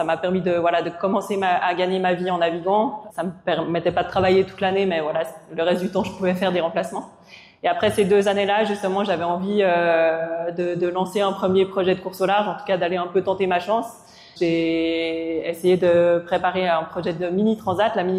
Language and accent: French; Geneva, Switzerland; je vais avoir 40 ans cette année. J'ai grandi en Suisse, à côté de Genève, donc au bord du lac Léman.